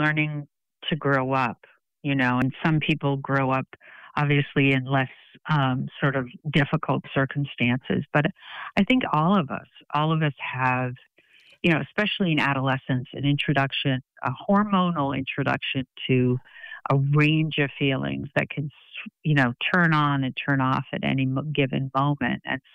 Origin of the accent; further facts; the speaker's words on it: Boston, Massachusetts, United States; also born or lived in Andover, Massachusetts / Brookline, Massachusetts; I was born in Boston and then lived in Andover, Mass for a while. And then my mom moved back to Brookline, and we lived near Fenway Park, which was cool. So in the 80s, you know, I was born in 1969.